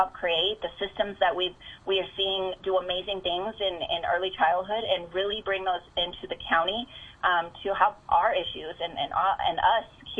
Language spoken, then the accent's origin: English; Albuquerque, New Mexico, United States; born there; I actually didn't grow up completely here. I was born in Albuquerque, and I was born into a place that's commonly referred to as the war zone.